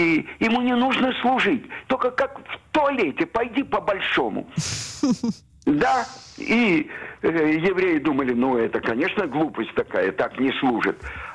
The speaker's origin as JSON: {"language": "Russian", "town": "Odesa", "region": "Odesa Oblast", "country": "Ukraine", "tie": "born or raised there", "moved": "yes", "said": "я жил в коммунальной квартире все детство в Одессе."}